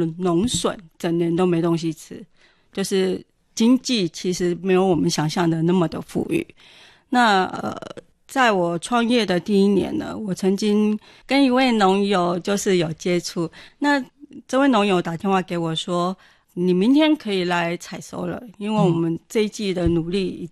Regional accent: Sihu, Yunlin County, Taiwan; 那小时候因为爸爸妈妈在台北奋斗，所以就把我丢给爷爷带。

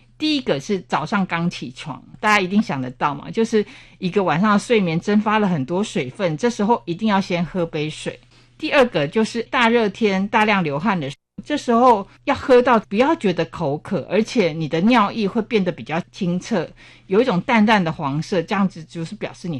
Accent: Taiwan

